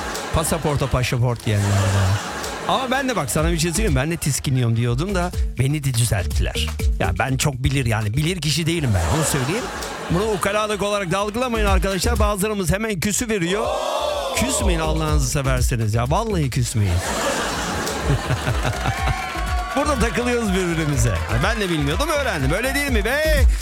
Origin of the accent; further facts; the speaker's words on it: Ankara, Turkey; now in Izmir, Turkey; Ben İzmirliyim. Sonradan İzmirli. Ankaralıyım. Babam Nevşehirli, annem Tokatlı.